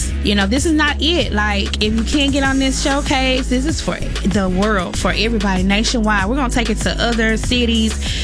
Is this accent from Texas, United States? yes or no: yes; Palestine, Texas, United States; I'm from East Texas. Shout out to Palestine, Texas. That's my area, my market, my upbringing.